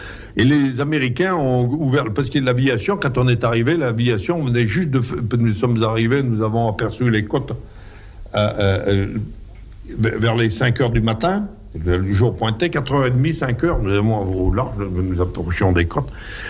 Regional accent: France; Alors, étant donné que nous étions français, il nous avait donné la priorité

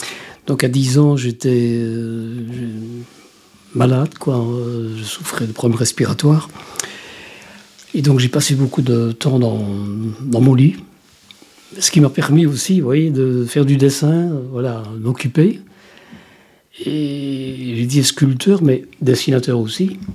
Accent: Wallonia, Belgium; moved away; je suis originaire des Ardennes belges. Donc c'est une région, voilà, je ne dis pas montagneuse, mais de collines, de rivières sauvages, de cerfs, de biches, de sangliers.

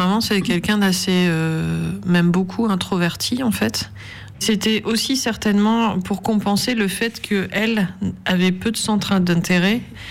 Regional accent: Lille, Hauts-de-France, France; born there; now in Lambersart, France; j'ai 48 ans, j'habite sur l'Ambersart, j'ai 2 enfants, je suis née à Lille.

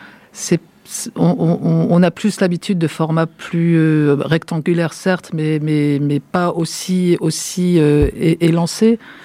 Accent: Mulhouse, Grand Est, France; je viens d'une région qui était une ancienne région textile. En plus, je suis de Mulhouse, qui est vraiment une ancienne ville industrielle liée au textile.

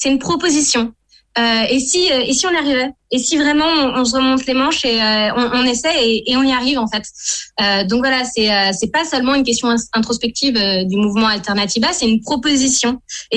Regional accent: France; en tant que Français et Françaises

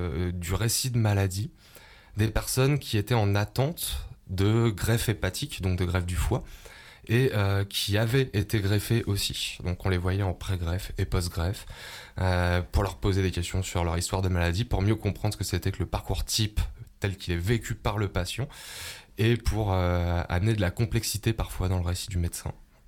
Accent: Aubenas, Auvergne-Rhône-Alpes, France; Moi, je suis né ici. Hein. Je suis un pur produit albenacien. Je suis né à l'hôpital, à la clinique d'Aubenas. Même pas à l'hôpital, non, à la clinique d'Aubenas.

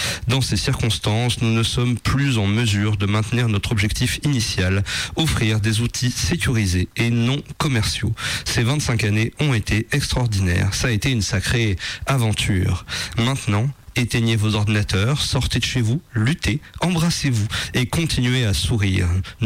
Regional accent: Italy; accent: Italian; French is a second language

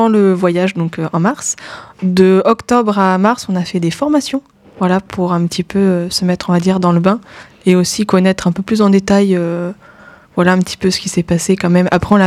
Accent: Germany; Et comme moi, je viens d'Allemagne énormément, j'ai vécu en Allemagne, j'ai déjà eu beaucoup d'éducation sur ces sujets-là

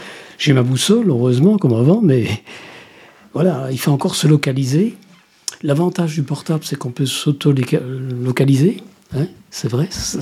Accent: Wallonia, Belgium; Ben oui, je suis originaire des Ardennes belges. Donc c'est une région, voilà, je ne dis pas montagneuse, mais de collines, de rivières sauvages, de cerfs, de biches, de sangliers.

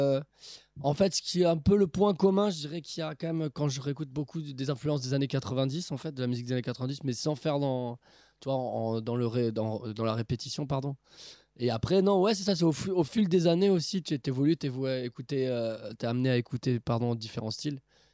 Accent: Toulouse, Occitanie, France

